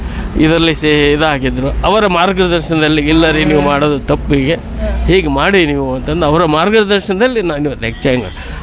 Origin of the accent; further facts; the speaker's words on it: Mundargi, Dharwad district, Karnataka, India; moved away as an adult; now in Shivamogga, India; ನಮ್ಮದು ಹುಟ್ಟೂರು ಮುಂಡ್ರಿಗೆ.